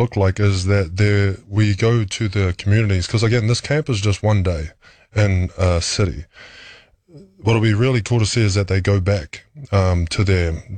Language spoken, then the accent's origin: English; New Zealand; you kind of still keep to being Kiwi. You know what I mean? As much as I can, I mean, just try and be myself, man.